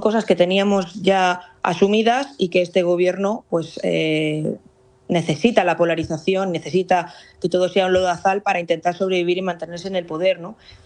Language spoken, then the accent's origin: Spanish; Castile and León, Spain; Pablo Fernández, que es de mi tierra, León